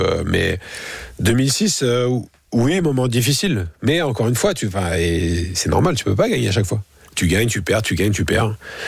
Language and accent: French; France; born there; je suis français, parce que je suis né en France